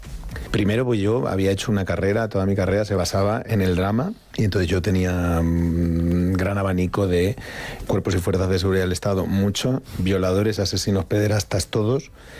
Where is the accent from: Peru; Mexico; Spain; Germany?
Spain; Getafe, Community of Madrid; born or raised there